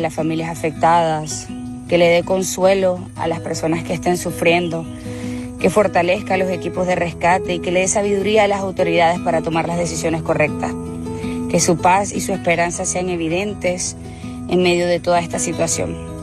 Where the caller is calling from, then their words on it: Venezuela; soy venezolana.